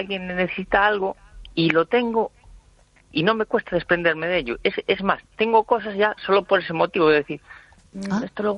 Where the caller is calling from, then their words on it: Ferrol, Galicia, Spain; de Ferrol.